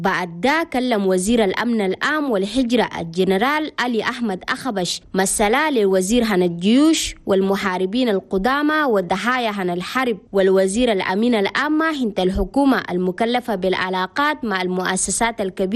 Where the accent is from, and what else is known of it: Chad